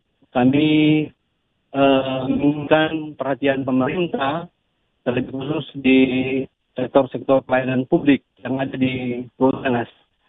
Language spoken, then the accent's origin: Indonesian; North Sulawesi, Indonesia; saya asli Miangas.